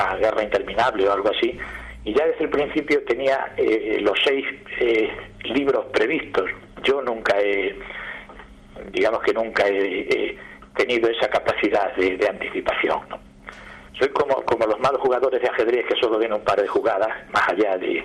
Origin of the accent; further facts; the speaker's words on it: Extremadura, Spain; born there; also born or lived in Madrid; now in Plasencia, Spain; los pueblos de alrededor, de donde yo nací